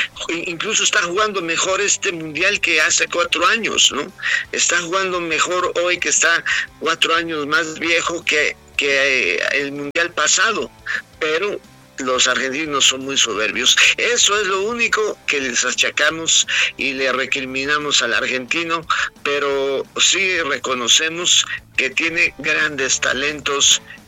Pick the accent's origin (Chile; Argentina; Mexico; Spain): Mexico; ¿para qué estamos hechos los mexicanos?